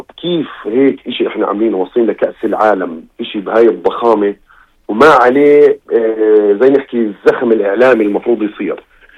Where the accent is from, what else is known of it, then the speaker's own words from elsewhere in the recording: Jordan; إحنا كأردنيين وكشركة أردنية